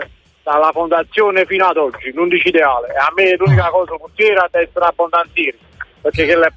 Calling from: Naples, Campania, Italy; io sono di Napoli, mi trovo per lavoro

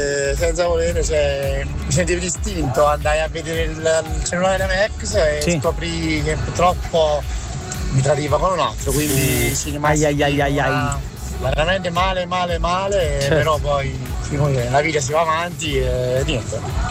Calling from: Modena, Emilia-Romagna, Italy; siamo da Modena.

